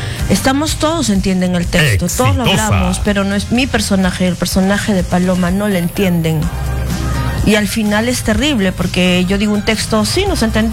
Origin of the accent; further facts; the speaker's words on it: Peru; yo soy peruana.